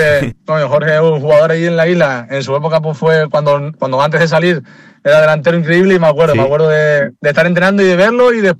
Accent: Corralejo, Canary Islands, Spain; Sí, yo empecé en Corralejo, en el equipo de mi pueblo, sí, siguiendo ahí los pasos de mi padre.

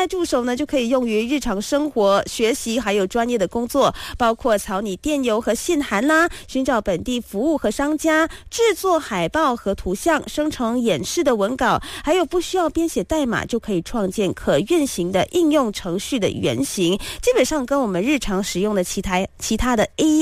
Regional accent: Malaysia; 我们身为马来西亚人

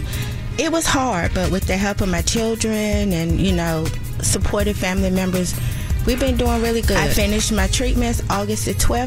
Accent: Carrollton, Virginia, United States; I'm from Carrollton, Virginia. I reside in P-Town.

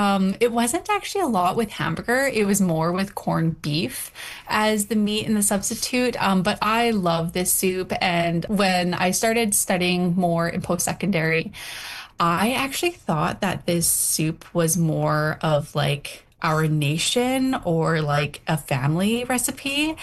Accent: British Columbia, Canada; I am a Nisga, and I'm from the Gnadda, Frog, and Raven clan.

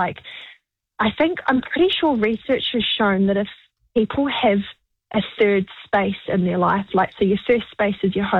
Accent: Christchurch, Canterbury, New Zealand; So I'm 29 and I am from Christchurch. So I'm calling from Christchurch. So I don't have the perspective of being from Auckland or Wellington or anywhere up north.

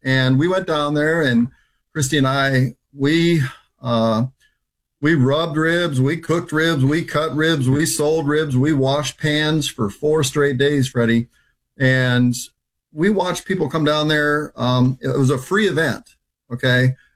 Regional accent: Indiana, United States; also born or lived in Belle Plaine, Minnesota / Nashville, Tennessee; I told you that I spent my high school years in Indiana. But before that, I was born in Minnesota

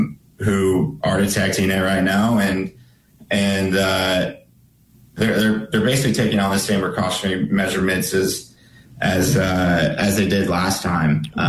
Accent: Twin Falls, Idaho, United States; moved away; I grew up in Southern Idaho, actually, in the Twin Falls area, family dairy out of Burley, Idaho. I go back there every 2.5 to 3 months

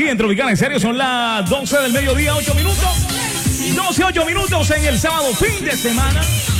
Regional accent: Arjona, Bolívar, Colombia; unos invitados de mi tierra, de Arjona Bolívar

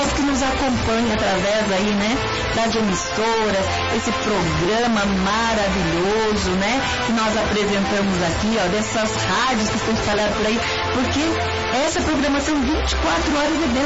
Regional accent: Santo Antônio da Platina, Paraná, Brazil; É, terra querida, que eu sou paranaense, pra quem não sabe, viu? Eu sou lá de Santo Antônio da Pratina, é assim que a gente fala.

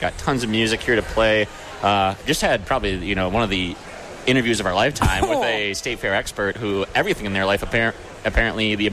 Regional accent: Wisconsin, United States; I'm from Wisconsin

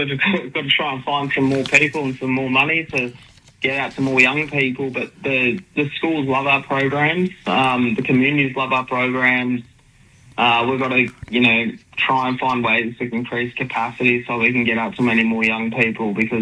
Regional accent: Dapto, New South Wales, Australia; when I grew up in Dapto

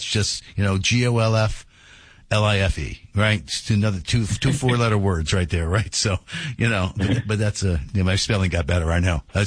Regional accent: Washington, District of Columbia, United States; My hometown is Washington D.C., which has so it's the city of Washington, which is not a state

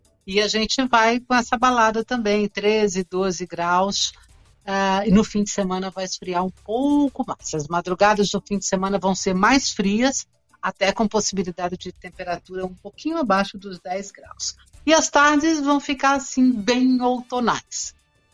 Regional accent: Minas Gerais, Brazil; eu sou de Minas, né?

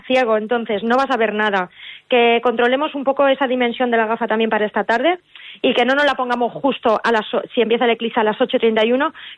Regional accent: Elche de la Sierra, Castilla-La Mancha, Spain

